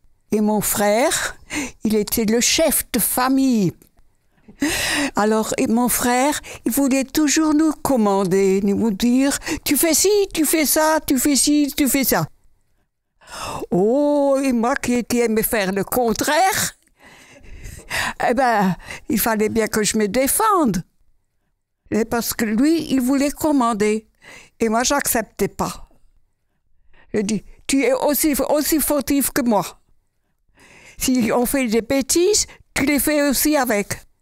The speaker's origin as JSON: {"language": "French", "town": "Wissembourg", "region": "Grand Est", "country": "France", "tie": "born there", "said": "Je suis née à Wissembourg. C'est au nord de l'Alsace. Et on était 6 filles et un garçon en famille."}